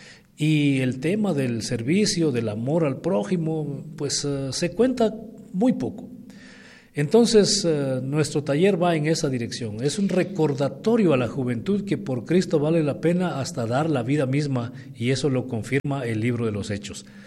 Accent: Guatemala; Tal vez porque vinimos de un tema, de un contexto de sufrimiento, de guerra, de todo eso. Entonces el guatemalteco se acomoda.

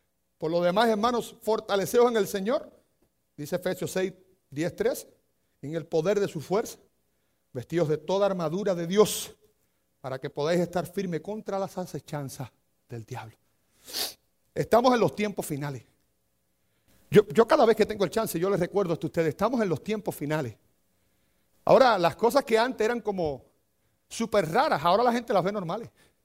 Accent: Cuba; moved away; Yo llegué de Cuba y cuando llegué de Cuba yo llegué pensando que aquí las cosas iban a ser idénticas que en Cuba.

